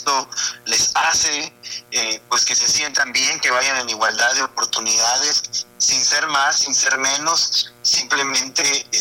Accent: Hermosillo, Sonora, Mexico; also born or lived in Mexico City; Soy de Hermosillo, tengo una trayectoria, viví 11 años en la Ciudad de México, regresé a Sonora por invitación del gobernador.

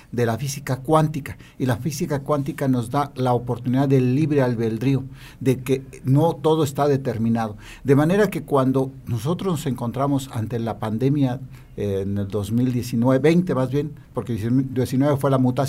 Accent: Comitán, Chiapas, Mexico; ahí en mi pueblo, en Comitán, yo soy de Comitán

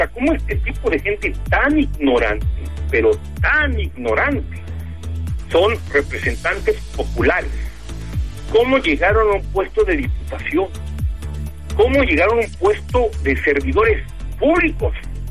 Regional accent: Mexico; Como mexicanos, obtener un pasaporte.

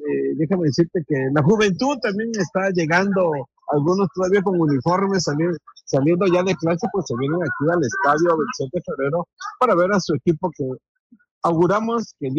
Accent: Puebla, Mexico; born there; now in Tabasco, Mexico; Nací en Puebla, pero bueno, déjame decirte que Tabasco pues me abrió las puertas.

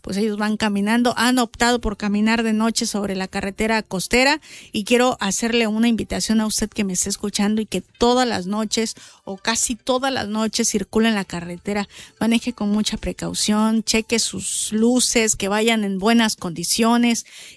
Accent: Mexico; Seguramente muchos mexicanos llegamos a sentir

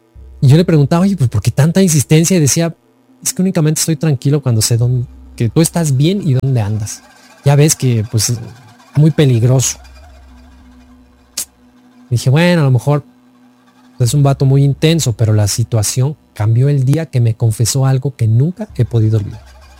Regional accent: Monterrey, Nuevo León, Mexico; Hola, yo soy de Monterrey, Nuevo León.

